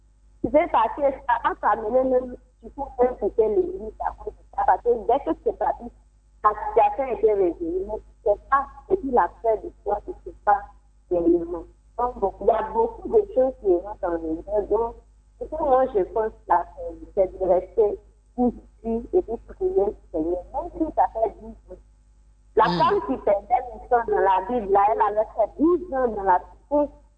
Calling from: Abidjan, Côte d’Ivoire; Je vous appelle de Plateau.

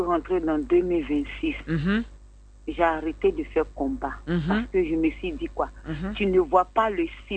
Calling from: Abidjan, Côte d’Ivoire; je suis à la Riviera.

